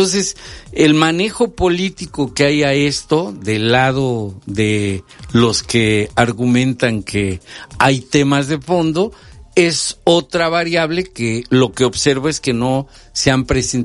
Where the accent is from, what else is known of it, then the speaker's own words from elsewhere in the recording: Veracruz, Mexico; Menos yo como veracruzano, cuatro veces heroico, y voy por la quinta si es necesario.